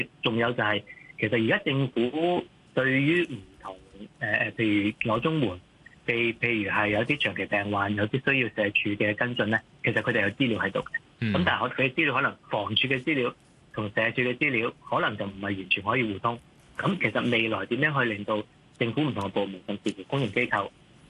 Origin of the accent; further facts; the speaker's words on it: Hong Kong; 個就係發揮我哋香港人。